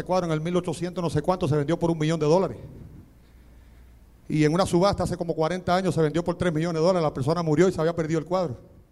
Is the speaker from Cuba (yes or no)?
yes; Cuba; now in United States; Yo soy cubano, el inglés mío es con remo.